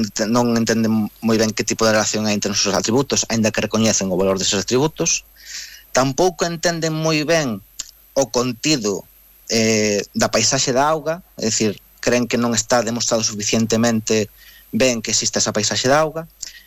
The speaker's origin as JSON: {"language": "Galician", "town": "Monforte de Lemos", "region": "Galicia", "country": "Spain", "tie": "born or raised there", "also_born_or_lived": "Pobra do Brollón", "said": "eu nacín en Pobra do Brollón e vivo en Monforte dende hai moito tempo, criei-me ali."}